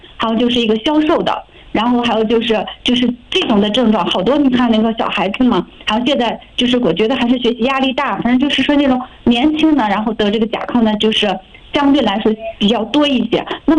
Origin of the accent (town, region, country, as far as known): China